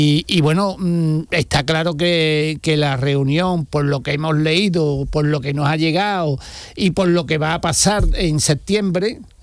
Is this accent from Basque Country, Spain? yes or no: no; Andalusia, Spain; accent: Llanito; Yo tengo el acento llanito.